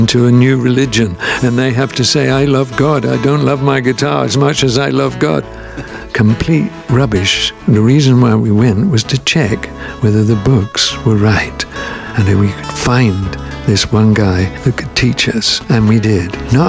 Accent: Glasgow, Scotland, United Kingdom; I grew up in Glasgow

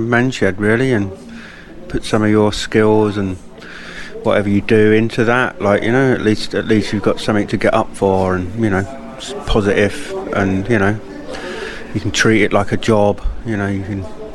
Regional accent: Australia; now in Dunmanway, Ireland; I was from Australia originally

